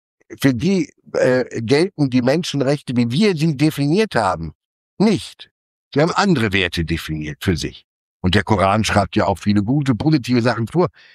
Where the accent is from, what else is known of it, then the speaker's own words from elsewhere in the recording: Germany; die Blutsbande, ja, von der familiären Abstammung, die uns als Deutsche auswies.